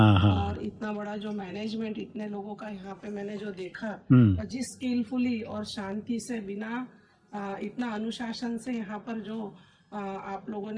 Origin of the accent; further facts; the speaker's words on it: Mauda, Maharashtra, India; मैं मऊदा नागपुर महाराष्ट्र से हूँ